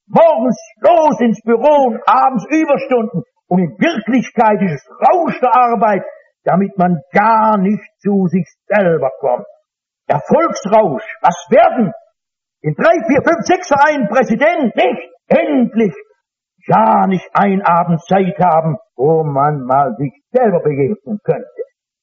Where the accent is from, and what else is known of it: North Rhine-Westphalia, Germany